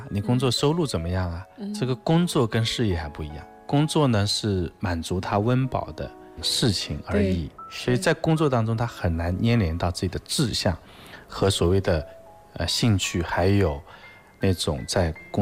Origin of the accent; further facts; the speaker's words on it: China; 我们中国人